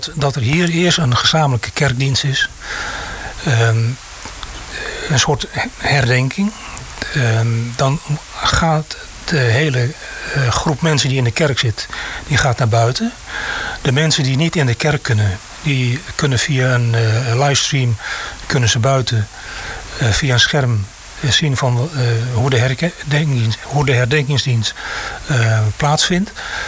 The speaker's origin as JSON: {"language": "Dutch", "region": "Maluku", "country": "Indonesia", "lives_now": "Netherlands", "said": "we als Molukkers een heel goed gevoel hebben van saamhorigheid."}